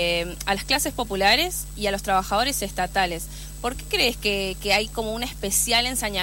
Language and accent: Spanish; Argentina; yo soy de Buenos Aires.